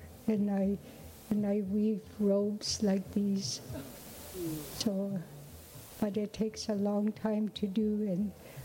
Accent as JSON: {"language": "English", "region": "Yukon", "country": "Canada", "said": "I'm from the Wolf Clan. All all my children and my great-grandchildren. They follow my lineage. In the Yukon, we're a matrilineal society"}